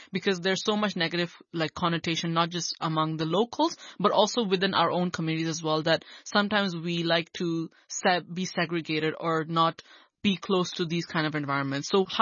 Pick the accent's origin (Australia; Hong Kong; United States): Hong Kong; Pakistani, female, hijabi, I know I grew up in Hong Kong, born and raised here.